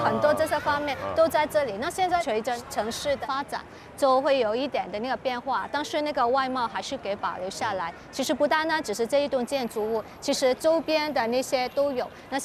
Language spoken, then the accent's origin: Chinese; Macau; 所以呢，这些骑楼对于我们尤其是澳门人来讲，那个感觉就特别深。